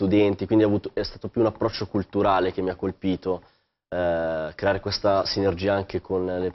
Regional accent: Lombardy, Italy; Ovviamente sono legato al lago di Como perché è la mia regione natale

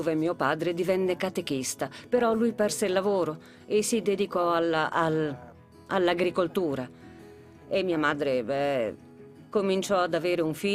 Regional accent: Mbini, Litoral, Equatorial Guinea; Sono nata nel 1962, in Guinea Equatoriale, Ambini. Prima si chiamava Rio Benito, ma adesso si chiama Ambini. Vivevamo in un villaggio

